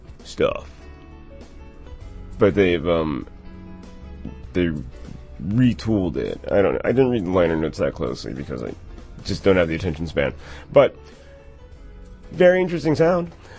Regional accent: Pennsylvania, United States; I can say this because I grew up outside of Philadelphia. So I've been there.

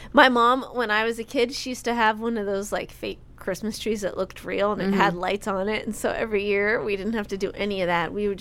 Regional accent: Miami, Florida, United States; moved away; I grew up in Miami

